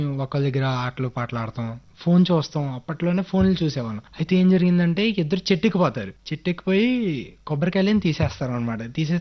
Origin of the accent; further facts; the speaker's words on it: Srikakulam, Andhra Pradesh, India; శ్రీకాకుళం ఏం సింగపురం అనే గ్రామం మాది.